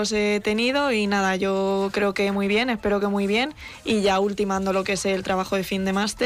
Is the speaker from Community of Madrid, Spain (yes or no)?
no; Albacete, Castilla-La Mancha, Spain; yo soy de Albacete Capital de toda la vida, pero bueno, tengo familia en La Roda y estoy mucho por allí también.